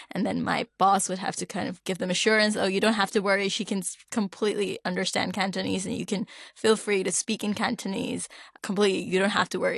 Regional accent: Pakistan; You know, they think you're a Pakistani, I'm a Pakistani.

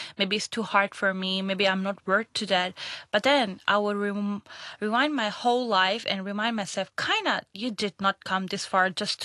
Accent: Pakistan; English is a second language; they never imagined that I'm Pakistani.

